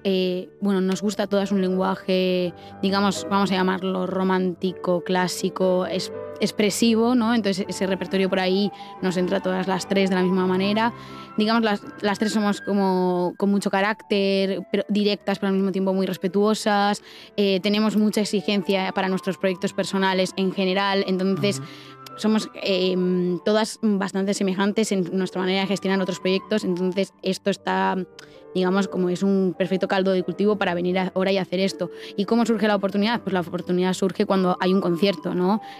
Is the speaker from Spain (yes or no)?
yes; Basque Country, Spain; es una música escrita por una catalana, ella es andaluza y nosotras somos dos vascas, ¿no?